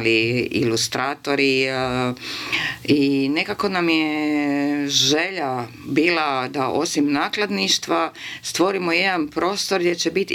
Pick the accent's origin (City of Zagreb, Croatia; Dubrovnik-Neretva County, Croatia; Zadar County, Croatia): City of Zagreb, Croatia; Zagreb; ja sam rođena, moja soba je bila na Preradovićevoj. Ja sam rođena Andrije Hebranga 22, Preradovića 27.